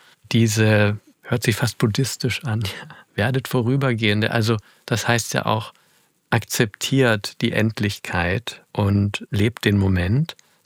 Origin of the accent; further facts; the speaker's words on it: Baden-Württemberg, Germany; Die oberschwäbische, oh Gott, da weiß ich gar nicht mehr, ob ich da noch die Verbindung habe mit meiner alten Heimat, um das zu sagen.